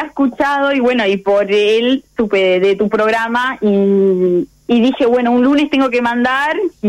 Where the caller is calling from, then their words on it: Maldonado, Uruguay; yo soy de Maldonado, nos conocemos acá